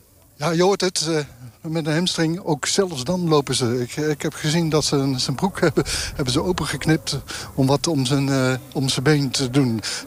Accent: Goes, Zeeland, Netherlands; Uit Goes? Ja. Ja, daar kom ik ook vandaan.

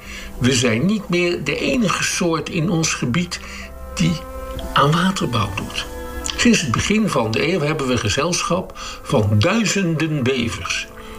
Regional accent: Netherlands; wij zijn als Nederlanders best trots op hoe wij het water weten te beheersen.

